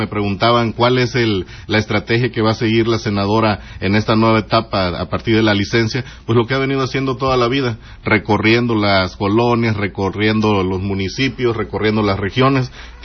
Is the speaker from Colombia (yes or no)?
no; Mexico; nos caracteriza como mexicanos